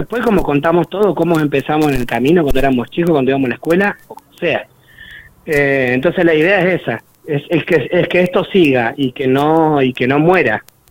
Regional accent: Pico Truncado, Santa Cruz, Argentina; yo me crié acá en Pico Truncado

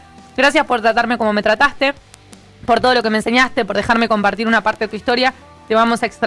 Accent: Argentina; decir que somos de Argentina

